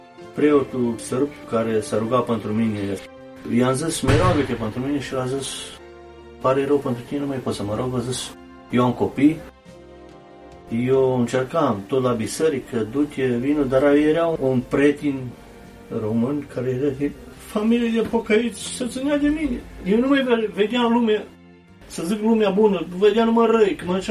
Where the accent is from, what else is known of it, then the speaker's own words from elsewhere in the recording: Kladovo, Southern and Eastern Serbia, Serbia; now in Vienna, Austria; Vin dintr-o familie creștină, ortodoxă. Așa ni se zice, nimeni nu merge la biserică. Vin din Serbia, unde se vorbește românește, Tladova îi zice, vis-a-vis de turnul Severin.